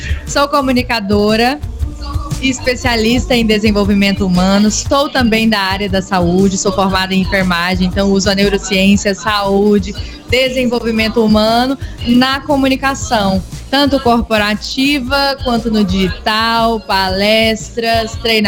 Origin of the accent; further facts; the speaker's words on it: Niquelândia, Goiás, Brazil; moved away; E sou de Niquelândia, Goiás, mas hoje eu tenho liberdade geográfica.